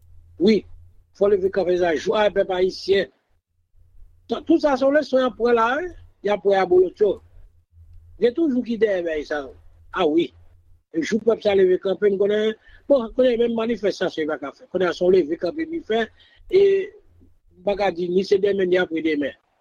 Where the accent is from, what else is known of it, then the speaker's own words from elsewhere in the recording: Haiti; Je suis haïtien authentique, je suis haïtien qui a un changement pour le pays d'Haïti.